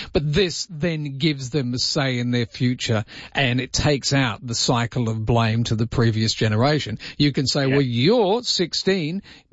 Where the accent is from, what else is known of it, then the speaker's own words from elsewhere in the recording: Perth, Western Australia, Australia; when I was growing up in Perth at the age of 15 or 16